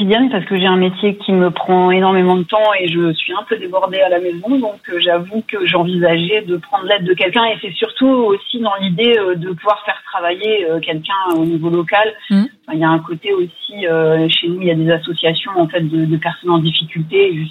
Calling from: Soissons, Hauts-de-France, France; De Soissons, dans l'Aisne.

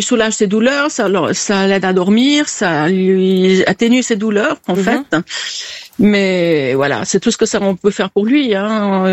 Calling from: Italy; Il est chez nous en Italie.

